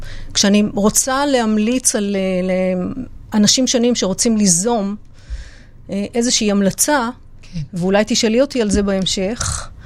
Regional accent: Nahariya, Northern District, Israel; now in Caesarea, Israel; גדלתי בנהריה, בשכונת פועלים להורים קשי יום.

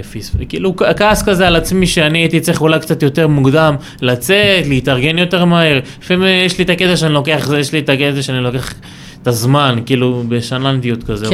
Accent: Nahariya, Northern District, Israel; אני מנהריה, בן 29

